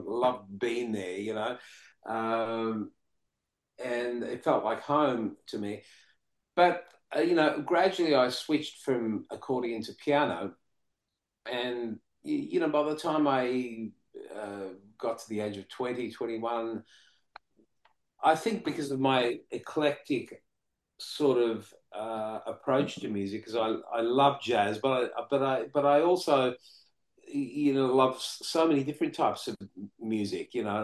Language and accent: English; Melbourne, Victoria, Australia; if you're an Italian kid growing up in Brunswick, in Melbourne, which had so many, was inhabited by so many Italians